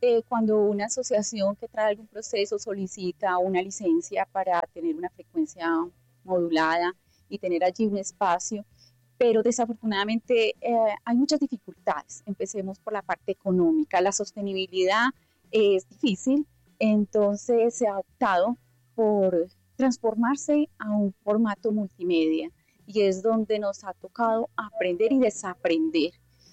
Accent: Quindío, Colombia; yo vengo del Quindío

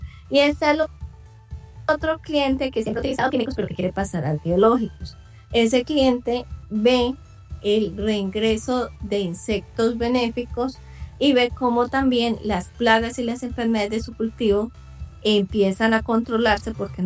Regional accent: Cúcuta, Norte de Santander, Colombia; Yo estudié en la Universidad Francisco de Paula Santander en Cúcuta, soy cucuteña

